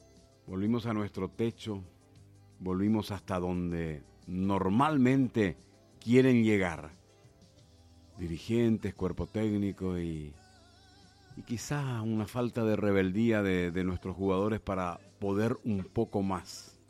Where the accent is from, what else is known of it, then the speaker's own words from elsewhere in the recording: Paraguay; Somos conformistas los paraguayos.